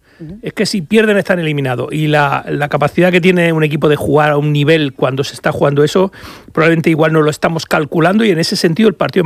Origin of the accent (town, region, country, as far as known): Spain